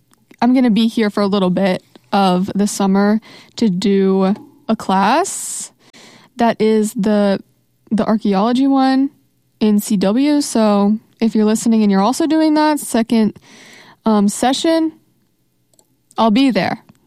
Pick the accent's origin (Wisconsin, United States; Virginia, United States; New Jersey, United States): Virginia, United States; Virginia Beach; I am from Virginia Beach